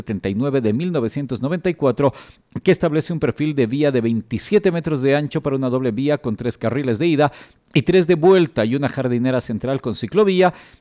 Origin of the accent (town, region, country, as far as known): Cochabamba, Bolivia